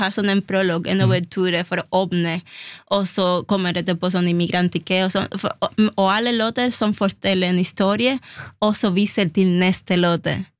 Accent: Cuba; Norwegian is a second language; moved away as an adult; now in Norway; jeg studerte klassisk musikk på Cuba for 10 år

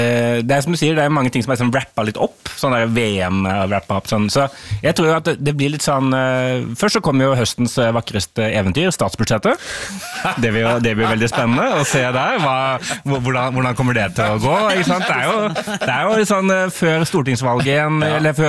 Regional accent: Stokke, Vestfold, Norway; moved away as an adult; now in Oslo, Norway; jeg ringer min venn Erlend, som bodde hjemme i Stokke

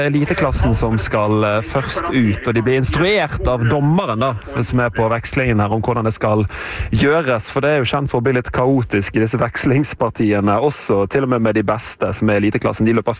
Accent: Bergen, Vestland, Norway; accent: Bergen dialect; Det blir I så fall avslørt av dialekten min, men det noen bergenser som styrer laget med gule drakter også, så jeg vet ikke helt.

